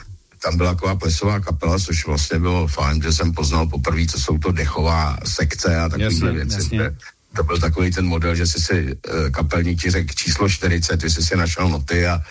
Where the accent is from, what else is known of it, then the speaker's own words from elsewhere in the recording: Rokycany, Plzeň Region, Czechia; teď jsme zrovna hráli v Rokycanech, odkud pocházím